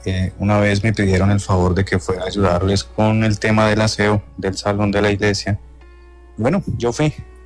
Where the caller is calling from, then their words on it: Huila, Colombia; yo soy del Huila.